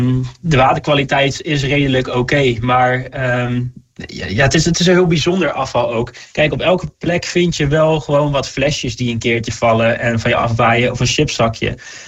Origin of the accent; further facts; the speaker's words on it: Zeewolde, Flevoland, Netherlands; ik kom uit Zeewolde